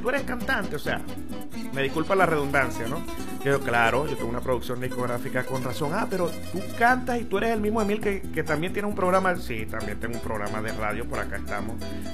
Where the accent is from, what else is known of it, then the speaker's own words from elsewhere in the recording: Venezuela; nosotros como buenos venezolanos